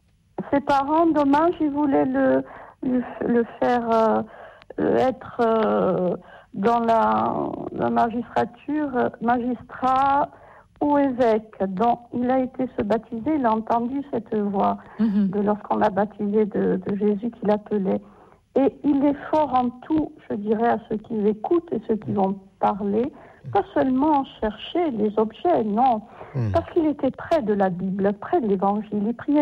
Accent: Corsica, France

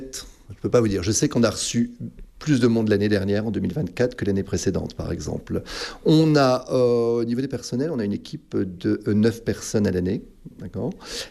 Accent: Paris, Île-de-France, France; now in Lourdes, France; je suis parisien

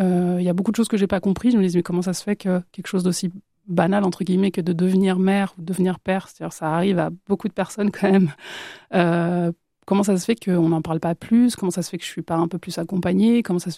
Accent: Barcelona, Catalonia, Spain; Alors, il faut savoir que moi, j'ai grandi à Barcelone. Donc, le décalage Barcelone-Orléans, il a été un petit peu dur pour moi.

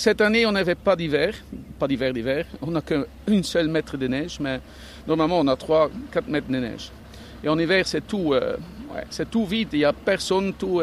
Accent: Belgium; moved away as an adult; now in Eidfjord, Norway; Je suis belge et je viens d'arriver ici en Norvège en 2013. Et j'habite à Eidfjord depuis 2015.

